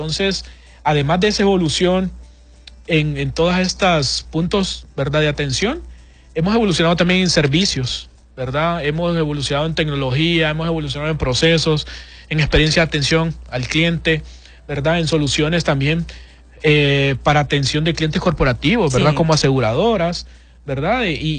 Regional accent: Tegucigalpa, Francisco Morazán, Honduras; Los que somos de Tegucigalpa

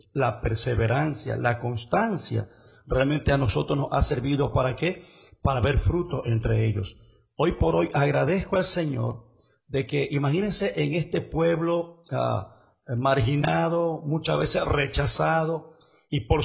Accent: Ecuador

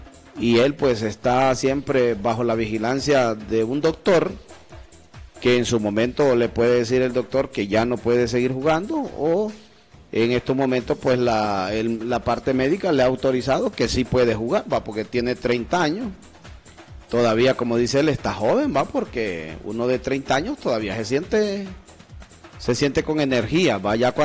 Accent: Honduras

